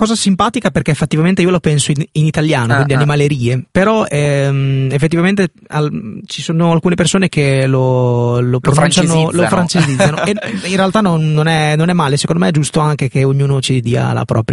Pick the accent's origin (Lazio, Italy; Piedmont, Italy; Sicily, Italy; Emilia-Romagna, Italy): Emilia-Romagna, Italy; Cesena; Ieri sera ero a suonare a Salò e poi sono venuto direttamente da Milano, però vengo da Cesena.